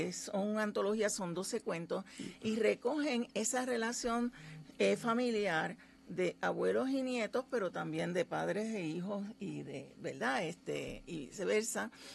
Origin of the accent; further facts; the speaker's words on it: Puerto Rico; Yo soy de Aguabuena y Aguabuena fue la parroquia de los Tres Santos Reyes, así que yo me crié con esa tradición.